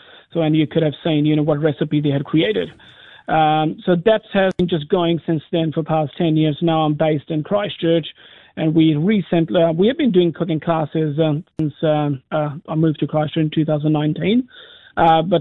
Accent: India; moved away as an adult; now in Arua, New Zealand; Because I come from India, you know, where food is very important to us. And when I came to New Zealand and did a bit of research, you know, how Kiwis eat.

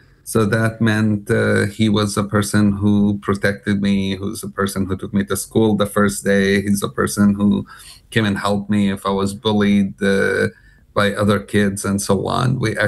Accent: West Bank, Palestine; also born or lived in East Jerusalem; Yeah, I grew up in the West Bank and East Jerusalem. I grew up in the time of the first Palestinian uprising, the Intifada.

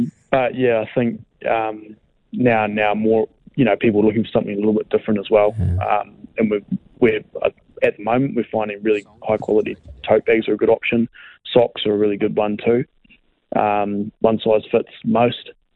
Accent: Australia; but being an Aussie. So there's two of us here in Melbourne.

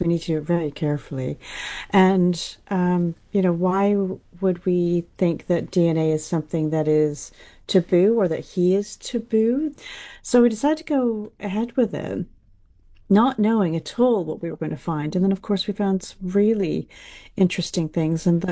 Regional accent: Canada; moved away; I'm from Canada, but I've lived in this country long enough

